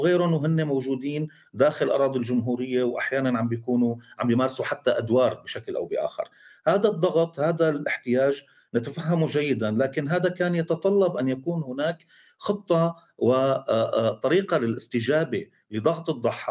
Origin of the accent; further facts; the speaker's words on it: Syria; ونستحق كسوريين وكضحايا